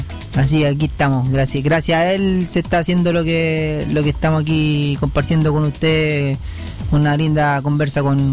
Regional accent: Santiago, Santiago Metropolitan Region, Chile; primera vez que estoy en la comuna de Coronel, soy de Santiago

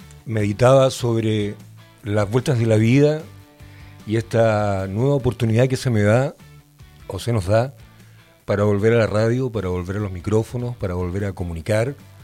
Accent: San Carlos, Ñuble, Chile; me siento tremendamente emocionado de volver a la radio y volver en mi tierra natal

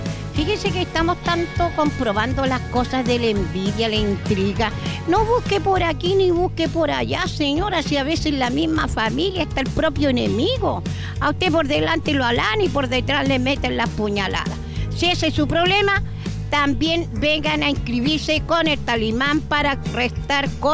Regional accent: Chile

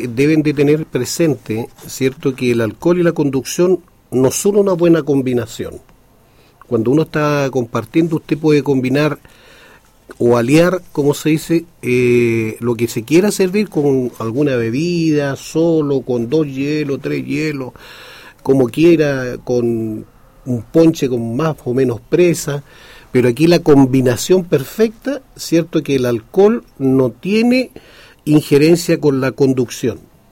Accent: Chile; somos chilenos, somos, ¿sí?, patriotas

